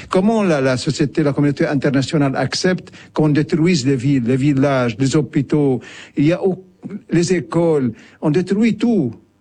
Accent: Khiam, Nabatieh Governorate, Lebanon; moi, je suis de Khiam. Notre maison familiale a été détruite 3 fois déjà.

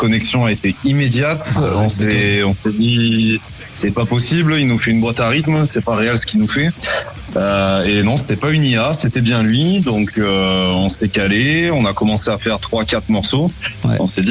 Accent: Valence, Auvergne-Rhône-Alpes, France; On vient de Valence, donc on Valence, a un peu d'artichaut, un peu de vin. Valence, c'est au sud de, on va dire, c'est au sud de Lyon. C'est à une heure au sud de Lyon, à une heure de Grenoble.

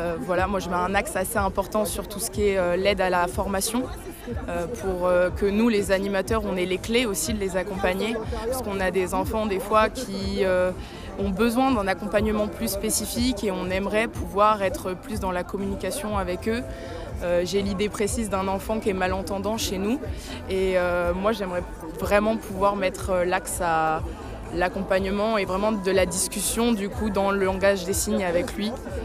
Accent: Bordeaux, Nouvelle-Aquitaine, France; Moi du coup je suis animatrice 3-11 ans, je suis donc de Bordeaux Sud

